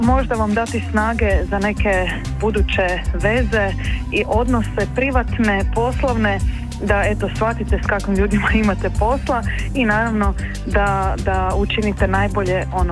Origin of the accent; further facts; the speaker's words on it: Croatia; kod nas u Hrvatskoj